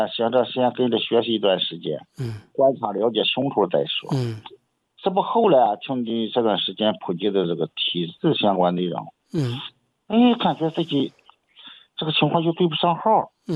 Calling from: Shandong, China; 我是山东的听众

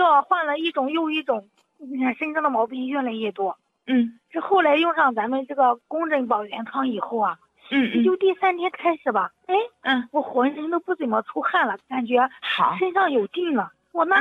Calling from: Anhui, China; 我是安徽的。

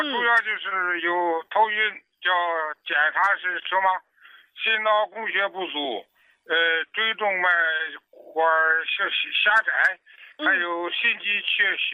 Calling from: Baoding, Hebei, China; 我是河北保定的。

